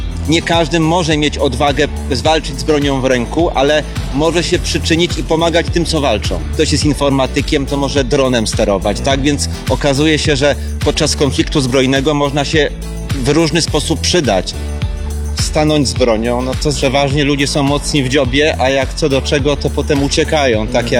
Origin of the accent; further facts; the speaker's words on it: Warsaw, Masovian Voivodeship, Poland; Ale mi się wydaje, że jestem patriotą z Warszawy, syrenkę warszawską noszę